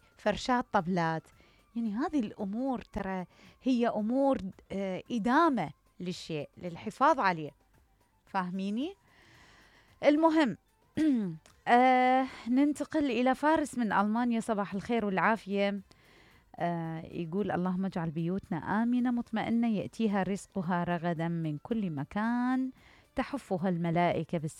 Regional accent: Iraq; صدق أكو ثقافة اختفت عندنا بالعراق اللي هي تشادر

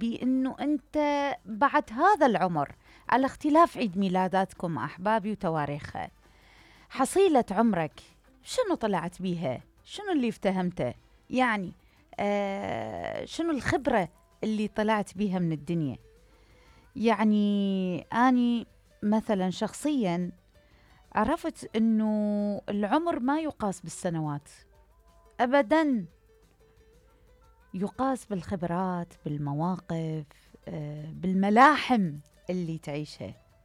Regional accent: Iraq; احنا كعراقيين

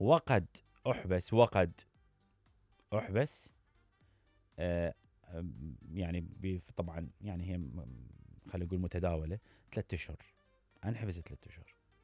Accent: Iraq; أحاول ما أحكي أنا عراقي

